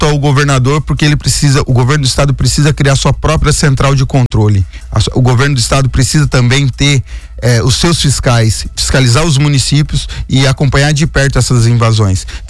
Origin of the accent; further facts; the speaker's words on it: São Sebastião, São Paulo, Brazil; also born or lived in Caraguatatuba; Eu nasci em Caraguá e fui criado em São Sebastião